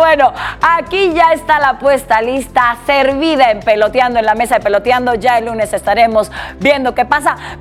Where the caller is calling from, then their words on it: Xochimilco, Mexico City, Mexico; Buenos días. … de Xochimilco, con Mike, mi querido Mike.